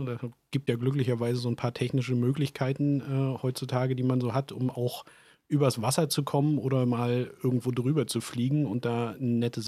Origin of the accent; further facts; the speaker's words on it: Greifswald, Mecklenburg-Vorpommern, Germany; ich bin aus Greifswald tatsächlich, gebürtiger Vorpommer